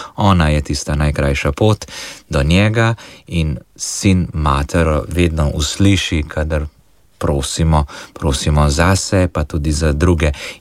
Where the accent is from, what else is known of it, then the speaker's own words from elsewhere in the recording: Kranj, Upper Carniola, Slovenia; Glede na to, da sem doma iz Mlake pri Kranju, torej župnija Kokrica, imam Brezje zelo blizu